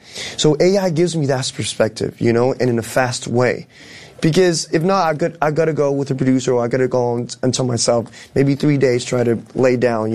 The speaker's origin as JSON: {"language": "English", "country": "Venezuela", "tie": "born or raised there", "moved": "yes", "said": "my home country is going through what it's going through"}